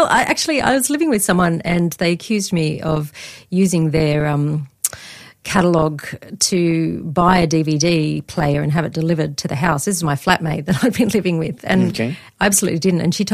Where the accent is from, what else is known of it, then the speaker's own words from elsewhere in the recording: Australia; And there was nothing I could do because I was a traveller from Australia.